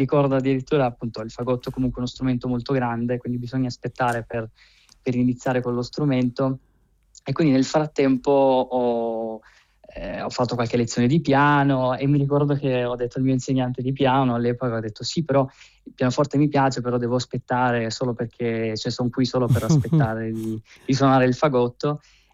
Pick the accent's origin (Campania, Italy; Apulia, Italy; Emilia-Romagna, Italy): Apulia, Italy; Lecce; moved away as an adult; also born or lived in Brindisi; now in Munich, Germany; perché io sono nato a Brindisi, però ho cresciuto a Lecce, ho fatto la scuola a Lecce, anche la mia famiglia si trova a Lecce, quindi sono pugliese.